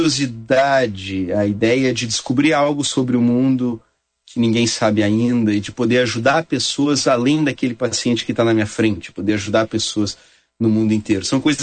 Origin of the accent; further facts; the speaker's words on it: Porto Alegre, Rio Grande do Sul, Brazil; foi assim que eu me criei aqui em Porto Alegre.